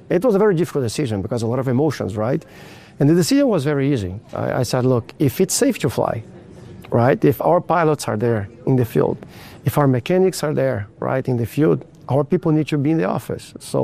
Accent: Brazil; English is a second language; now in Abu Dhabi, United Arab Emirates; I traveled to my home country in Brazil for a board meeting that I had.

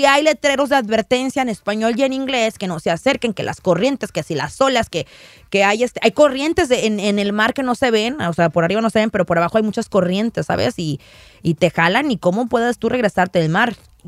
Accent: Rosarito, Baja California, Mexico; yo soy de Rosarito, Baja California.

